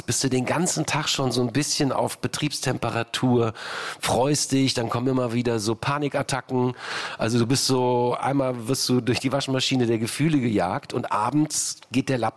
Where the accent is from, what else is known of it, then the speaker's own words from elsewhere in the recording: Düsseldorf, North Rhine-Westphalia, Germany; moved away as an adult; now in Berlin, Germany; Ich bin Düsseldorfer, ja. Ich bin Wahlberliner, seit 90.